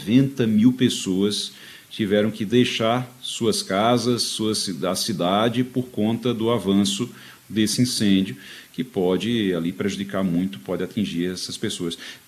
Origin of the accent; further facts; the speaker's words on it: Caruaru, Pernambuco, Brazil; Eu sou de Caruaru também.